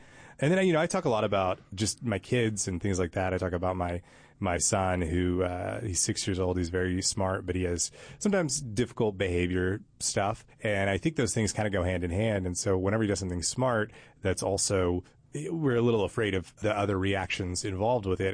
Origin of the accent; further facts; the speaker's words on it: Tyler, Texas, United States; now in Chattanooga, United States; I grew up in Tyler, Texas, which is 100 miles east of Dallas. So it's a little country, but it's still a city. So it's not like a small town, but we're surrounded by lots of small towns. So I have a lot of small town kind of influence, but have lived in the city.